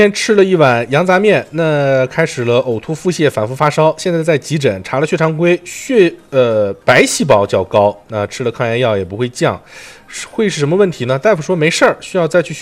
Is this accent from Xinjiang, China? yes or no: yes; Xinjiang, China; 尤其像我们新疆人特别爱吃的这种烤肉啊